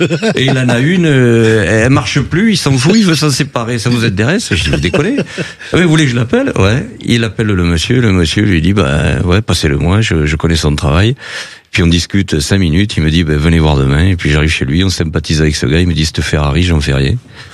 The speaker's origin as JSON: {"language": "French", "country": "Portugal", "said": "Comme je suis portugais, il fallait jouer au foot, mais j'ai toujours été très nul."}